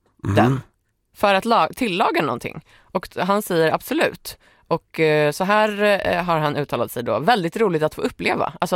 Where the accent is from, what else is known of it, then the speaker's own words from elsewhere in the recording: Iceland; Jag är islänning.